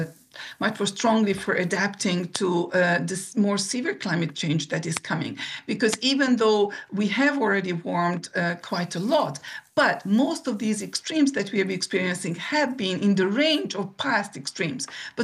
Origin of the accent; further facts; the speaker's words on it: Hungary; I'm from Hungary